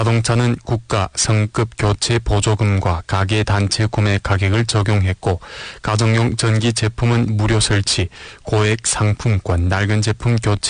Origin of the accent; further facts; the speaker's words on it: Helong, Jilin, China; 저는 화룡 사람입니다. 대학을 졸업하고 나서 큰 도시로 가지 않고 화룡에 돌아와 윤동먹업연회사에 입사해 마음 편히 출근했습니다.